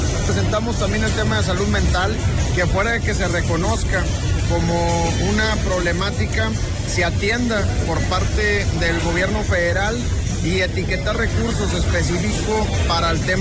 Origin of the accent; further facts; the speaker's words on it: Villa Unión, Coahuila, Mexico; Yo soy de Villa Unión, Coahuila, un pueblo que en el 2019 fue atacado